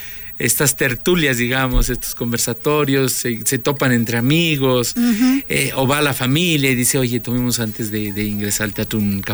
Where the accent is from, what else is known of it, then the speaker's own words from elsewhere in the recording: Pichincha, Ecuador; en mi pueblito, allá en el Tingo